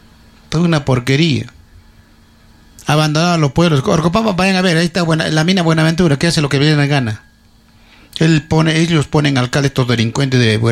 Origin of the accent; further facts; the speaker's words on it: Arequipa, Peru; yo como arequipeño conozco mi ciudad, mi región.